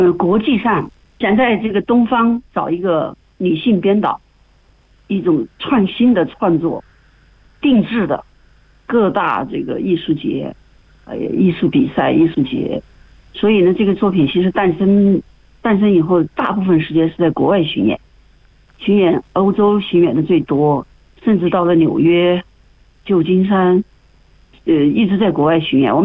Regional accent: China

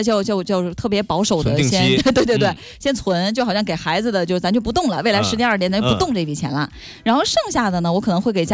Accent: Fuzhou, Fujian, China; 像我们福州人愿意泡茶

